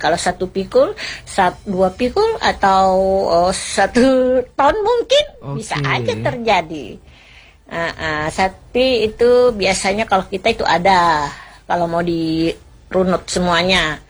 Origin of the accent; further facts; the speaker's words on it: South Sulawesi, Indonesia; Orang kita Bugis itu identik dengan uang panainya dan sudah dikenal di mana-mana